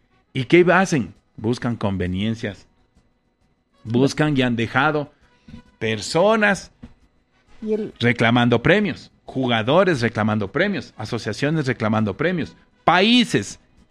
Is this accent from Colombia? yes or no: no; Ecuador; y aceptaremos como buenos ecuatorianos.